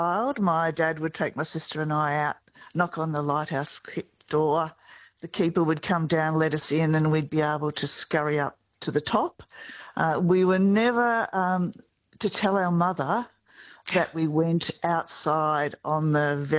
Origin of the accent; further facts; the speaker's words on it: Queenscliff, Victoria, Australia; Oh, well, I grew up in Queenscliff. So, as you would know, Queenscliff has a number of lighthouses